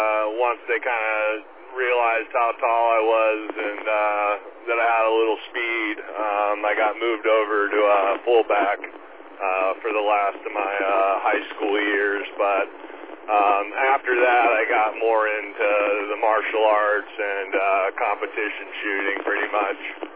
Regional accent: Tennessee, United States; Yeah, I mean, I grew up in Tennessee.

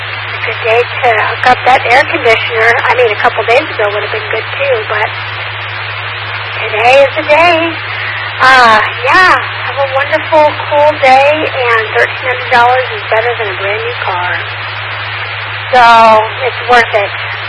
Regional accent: Baton Rouge, Louisiana, United States; moved away as an adult; I'm from Baton Rouge. So I know exactly where you are. I moved here in 2019. So yeah, I am from Louisiana.

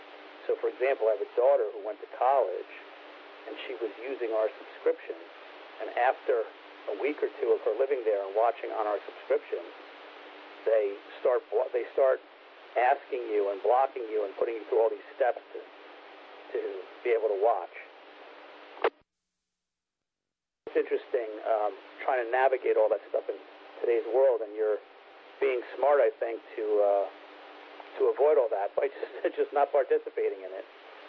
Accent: Long Island, New York, United States; moved away; since I grew up on Long Island.

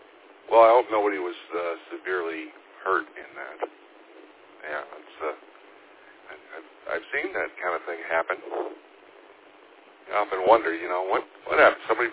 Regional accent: Chicago, Illinois, United States; now in Arizona, United States; I grew up in Chicagoland

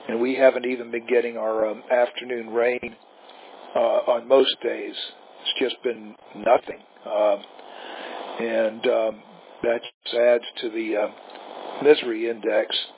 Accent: Tampa, Florida, United States; No, I was born and raised here in Tampa. Spent 7 years in Gainesville going to college and then law school. And that's it. I've lived here all my life.

